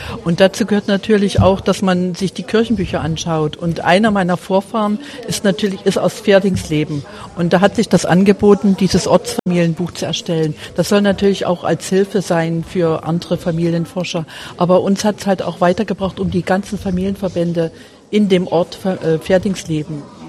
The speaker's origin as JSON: {"language": "German", "town": "Erfurt", "region": "Thuringia", "country": "Germany", "tie": "born or raised there", "said": "Also ich direkt komme nicht aus Pferdingsleben. Ich bin eine gebürtige Erfurterin, aber meine mütterlichen Vorfahren kommen alle aus dem Umkreis von Erfurt."}